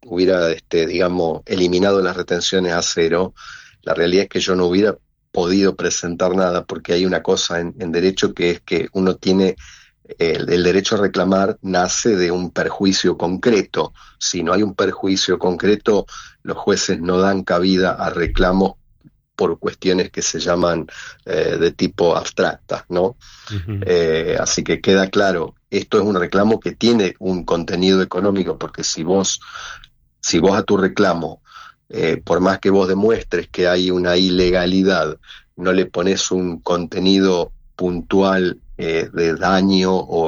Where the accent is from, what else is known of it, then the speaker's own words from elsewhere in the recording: Pergamino, Buenos Aires Province, Argentina; Yo soy de Pergamino. Pergamino corresponde a la jurisdicción del Juzgado Federal de San Nicolás.